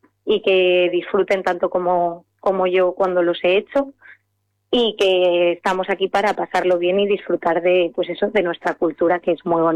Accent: Madrid, Community of Madrid, Spain; moved away as an adult; also born or lived in Italy; now in Seville, Spain; 18 años, cuando se te abren las puertas del mundo, me fui a Italia a estudiar diseño de moda. A la que volví a Madrid, porque yo soy madrileña

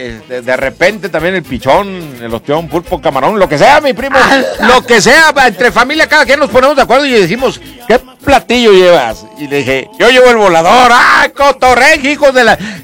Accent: San Pedro, Coahuila, Mexico; lo esperamos en San Pedro, Coahuila, en las colonias, en San Pedro, las colonias, Coahuila. Ahí lo esperamos, ahí de ahí mero somos.

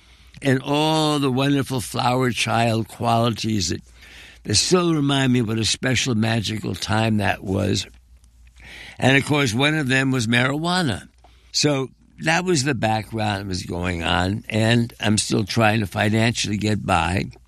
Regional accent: East Coast, United States; born or raised there

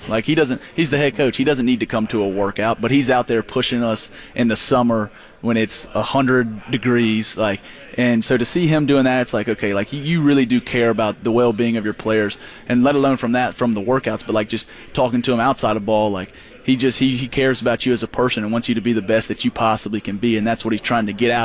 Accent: Watkinsville, Georgia, United States; So I grew up in Watkinsville, just south of Athens. Grew up a Georgia fan.

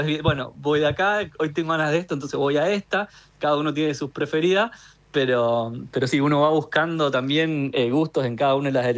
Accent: Rosario, Santa Fe, Argentina; nosotros como Rosarino

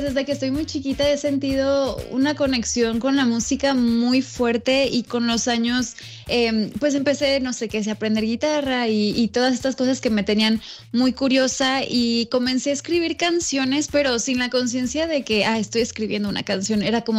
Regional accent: Irapuato, Guanajuato, Mexico; Soy originaria de Irapuato, Guanajuato, entonces un poquito lejos, pero a la vez también cerca de ustedes.

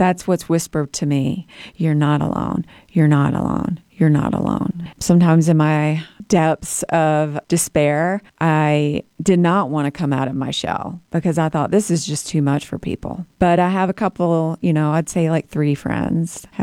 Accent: the South, United States; I grew up in the South. I went to church, but I would say my family wasn't like extremely religious.

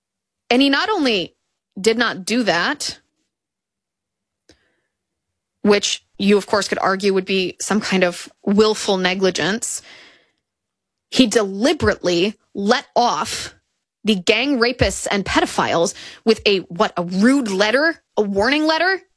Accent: United States; we as Americans

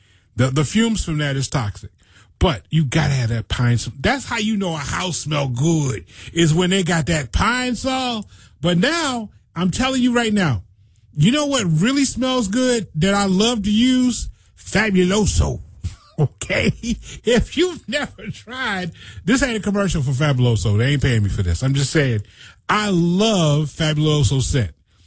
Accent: Chicago, Illinois, United States; now in New Orleans, United States; even though I'm from Chicago, my family was from the South, from Alabama and stuff like that.

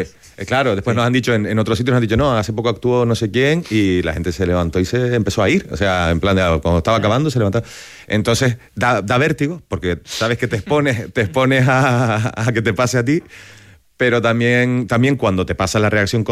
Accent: Canary Islands, Spain; siendo canario un pueblo que ha emigrado y que ha recibido mucha inmigración y del que me siento orgulloso

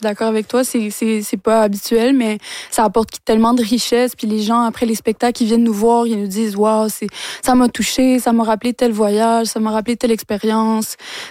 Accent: Quebec, Canada; en tant que Québécois, Québécoise

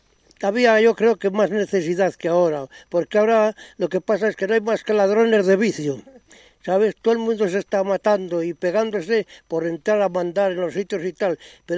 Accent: Peñaranda de Duero, Castile and León, Spain; born there; Yo no sé ni dónde nací siquiera, porque nací en Peñaranda, sí, pero como los padres también cambiaban de una casa para otra, en total que no sé en qué casa nací. Porque nosotros hemos sido nueve hermanos.

